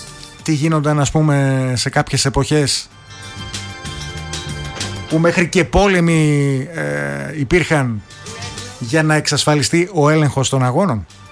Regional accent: Greece; Εμείς, που εδώ σαν Έλληνες

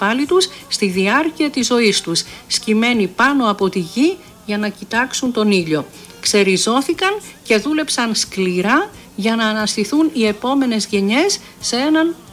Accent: Paranesti, Eastern Macedonia and Thrace, Greece; στο χωριό μου

